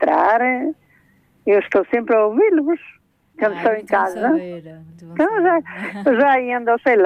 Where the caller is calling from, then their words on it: Penacova, Centro, Portugal; Sou daqui da zona de Penacova.